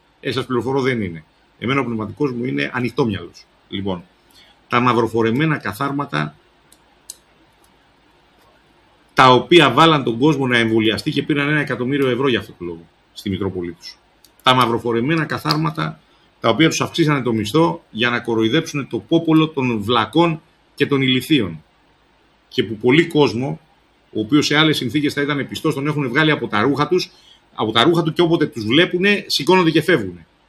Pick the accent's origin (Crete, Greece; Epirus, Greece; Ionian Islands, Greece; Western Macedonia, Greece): Epirus, Greece; Ioannina; εγώ είμαι Σουλιώτης και είμαι για την Περάτη Ιωαννίνων. Δεν είμαι από τις Θεσσαλίες, ούτε οι γονείς μου μέναν στο Χαλάνδι και στο ψυχικό.